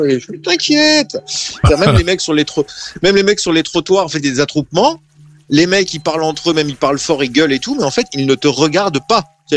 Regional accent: Réunion, France; mais là, je suis réunionnais

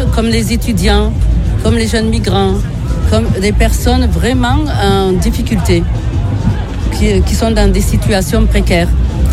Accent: France; also born or lived in Dakar, Senegal / Guinea-Bissau; je suis africaine, originaire de Guinée-Bissau, née à Dakar, Sénégal. Donc, j'ai grandi en France, mais comme on dit, je n'oublie pas d'où je viens.

